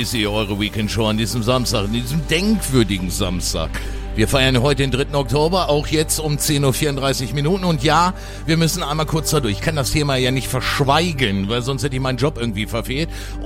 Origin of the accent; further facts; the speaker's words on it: Hannover, Lower Saxony, Germany; Das ist Musik übrigens aus meiner Heimatstadt Hannover.